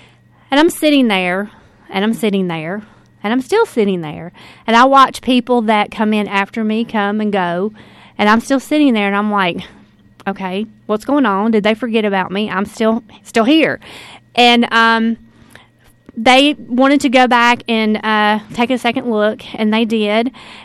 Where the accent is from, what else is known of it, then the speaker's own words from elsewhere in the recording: White Pine, Tennessee, United States; White Pine, my hometown